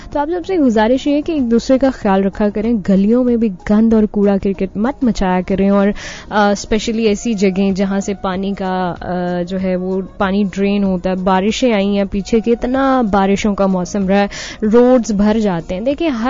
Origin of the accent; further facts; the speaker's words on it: Punjab, India; हमारी नेचर के लिए ये मौसम जो है वो हमारे यहाँ पंजाब में बहुत ही अच्छा है